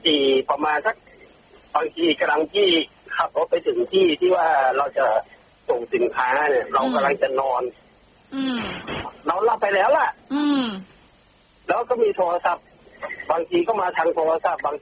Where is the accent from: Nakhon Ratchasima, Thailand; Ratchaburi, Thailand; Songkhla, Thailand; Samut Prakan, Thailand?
Ratchaburi, Thailand; now in Phatthalung, Thailand; ก็บ้านอยู่ราชบุรี